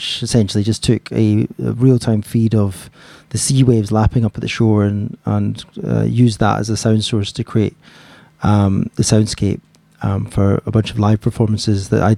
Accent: Scotland, United Kingdom; I'm from Scotland, and we were up in the Hebrides for a different project

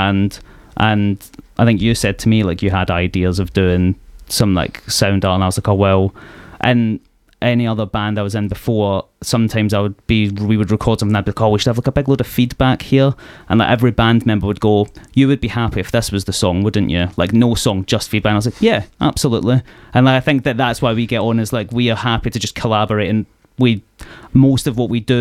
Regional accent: Glasgow, Scotland, United Kingdom; moved away as an adult; now in Kent, United Kingdom; I've lived here 11 years. This is as soft as it's getting. Yeah, I'm from Glasgow originally, but I'm a full Kent adoptee.

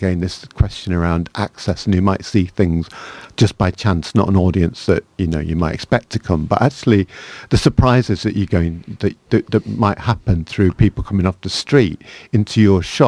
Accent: Manchester, North West England, United Kingdom; which was from an image from where I grew up in Manchester, in Harper Hay.

